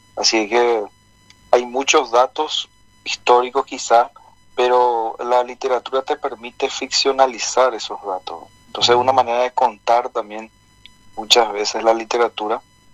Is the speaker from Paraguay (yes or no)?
yes; Paraguay